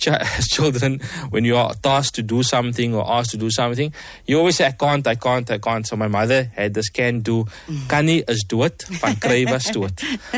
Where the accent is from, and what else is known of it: Cape Town, Western Cape, South Africa; born or raised there